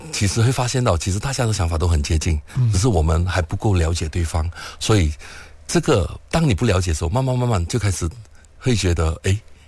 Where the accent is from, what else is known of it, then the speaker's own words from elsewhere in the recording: Malaysia; 切我们马来西亚当下的文化，因为我们其实不是要求我们每一个青年都有拥有一样的文化、一样的思想，因为我们都来自不同的背景嘛